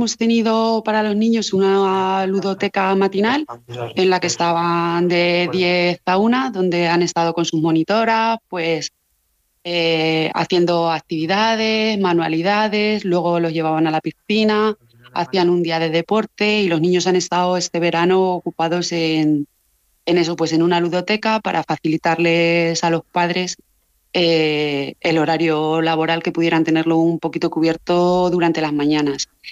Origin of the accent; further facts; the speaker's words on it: Pedro Muñoz, Castilla-La Mancha, Spain; now in Arenales de San Gregorio, Spain; Pues sí, yo soy natural de Pedro Muñoz, pero llevo viviendo en Arenales más de 20 años.